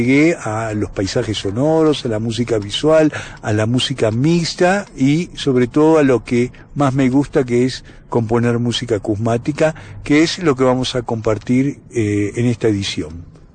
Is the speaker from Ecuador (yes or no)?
no; Argentina; compositor y violonchelista argentino.